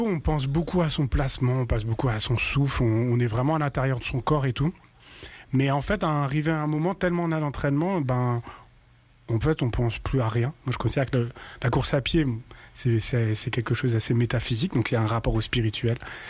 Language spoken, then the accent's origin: French; France; J'ai grandi en France et puis rêvé d'être footballeur